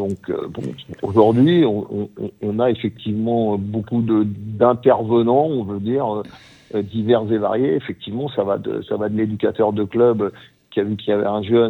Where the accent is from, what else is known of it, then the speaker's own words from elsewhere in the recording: Île-de-France, France; il se trouve que je connais très bien le Val-d'Oise, puisque je suis originaire moi-même du Val-d'Oise. Donc, j'ai joué dans les clubs de la région, Cosmo de Taverny, Saint-Prix, Hermont, tout ça.